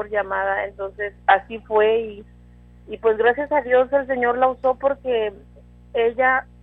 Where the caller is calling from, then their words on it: Seminole, Texas, United States; De aquí, de Seminole, Texas.